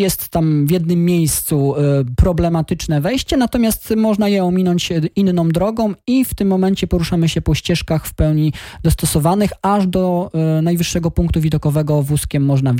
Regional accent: Dobromierz, Lower Silesian Voivodeship, Poland; Najbliższa wycieczka jest planowana do Dobromierza, czyli do mojej rodzinnej miejscowości

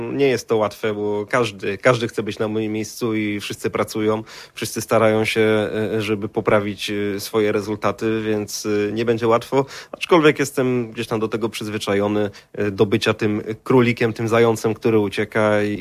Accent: Chodzież, Greater Poland Voivodeship, Poland; ja się wychowałem, mieszkam od urodzenia w Chodzieży

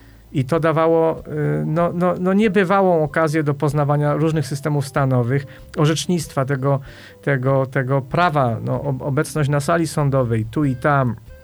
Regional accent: Kraków, Lesser Poland, Poland; moved away as an adult; also born or lived in Wieliczka; now in United States; Nagle jestem z Krakowa, nie jestem z rodziny adwokackiej, więc skończyłem studia prawnicze, potem aplikacje i gdzieś tam grzebałem sobie sprawę trochę w Krakowie, trochę w Wieliczce. Ja byłem w Wieliczce adwokatem.

